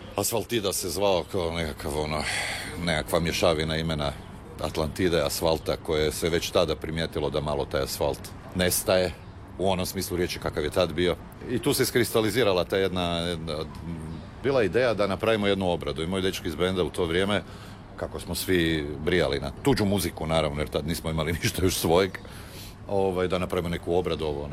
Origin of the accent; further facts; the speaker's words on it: Zagreb, City of Zagreb, Croatia; Rođen sam u Nasilku, mogu se nazvati Smogovcem. Odrastao na Savici Trnjanskoj u Trnju, gdje sam dan danas živim.